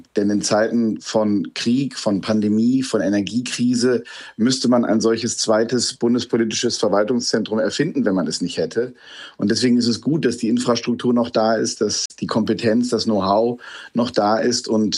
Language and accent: German; Bonn, North Rhine-Westphalia, Germany; Ja, wir sind ja auch stolz als Bonner, bin ja selber von dort, die Wiege der gelungenen deutschen Demokratie zu sein.